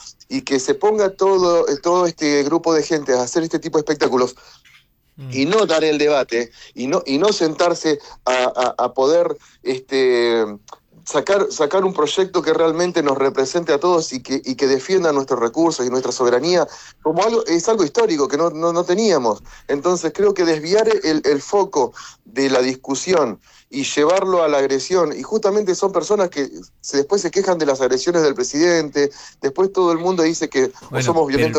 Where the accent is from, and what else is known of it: Argentina